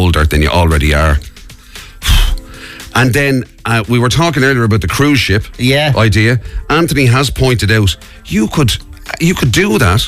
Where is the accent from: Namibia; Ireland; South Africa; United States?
Ireland; Dublin, Leinster; I'm from Finglas